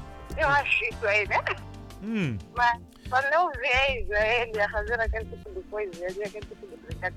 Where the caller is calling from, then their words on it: Nampula, Mozambique; eu sou de Nampula